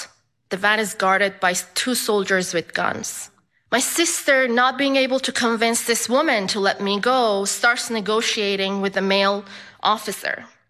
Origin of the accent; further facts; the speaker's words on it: Iran; A 22-year-old girl in Iran, my home country, has been killed by the morality police because of inappropriate hijab.